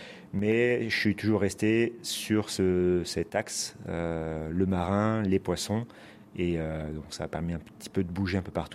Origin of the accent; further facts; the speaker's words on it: Corsica, France; moi, je suis originaire de Corse. Donc, quand on vit sur une île